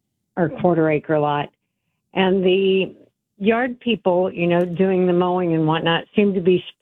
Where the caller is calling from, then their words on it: Phoenix, Arizona, United States; I'm in Central Phoenix, off 24th Street and Cactus.